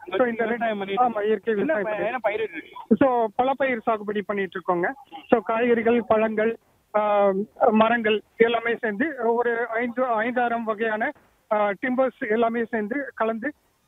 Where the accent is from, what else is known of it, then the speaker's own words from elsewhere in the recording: Chinnalapatti, Tamil Nadu, India; moved away as an adult; இன்ஜினியரா ஒரு 15 வருஷம் பல இடங்கள்ல, பல மாநிலங்கள்ல, அமெரிக்கா அந்த மாதிரி எல்லாம் வேலை பார்த்துட்டு வந்தேங்க. சோ இப்போ என் சொந்த ஊரான சின்னாலப்பட்டிலே வந்து செட்டில் ஆயிட்டேன்